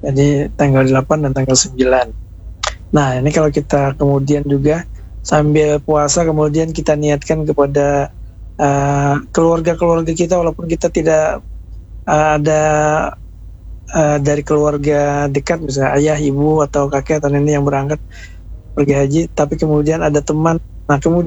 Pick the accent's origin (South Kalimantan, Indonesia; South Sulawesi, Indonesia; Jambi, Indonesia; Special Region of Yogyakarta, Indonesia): South Kalimantan, Indonesia; hampir kurang lebih 3 kilo ya, atau 3 pal dalam bahasa kita Banjar, 3 kiloan itu, pulang balik 6 kilo.